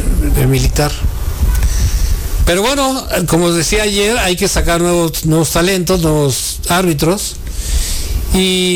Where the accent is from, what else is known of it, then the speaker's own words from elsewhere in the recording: León, Guanajuato, Mexico; Porque los capitalinos dicen que nosotros somos más, hablamos de León. Sí, nada más de León, porque somos de León.